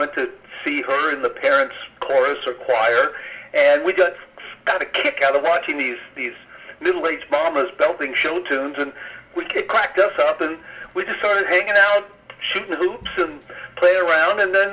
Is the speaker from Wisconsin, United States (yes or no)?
no; Los Angeles, California, United States; But growing up in Los Angeles